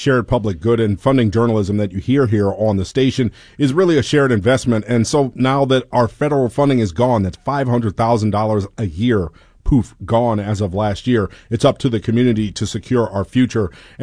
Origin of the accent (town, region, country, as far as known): University City, Missouri, United States; also born or lived in Queens, New York